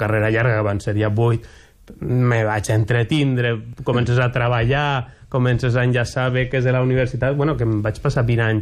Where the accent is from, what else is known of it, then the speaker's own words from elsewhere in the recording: Vinaròs, Valencian Community, Spain; also born or lived in Castelló; Vaig néixer a Castelló, evident, perquè no hi havia hospital encara a Vinaròs, però bueno, tota la meva vida ha sigut aquí a Vinaròs